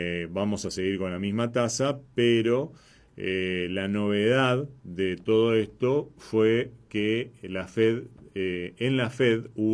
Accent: Argentina

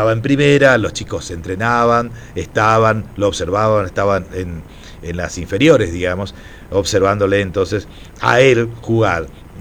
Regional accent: Argentina

